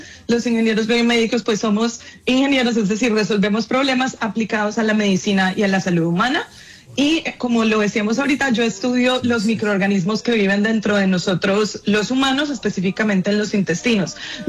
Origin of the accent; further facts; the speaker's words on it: Bucaramanga, Santander, Colombia; Yo soy bumanguesa, de Bucaramanga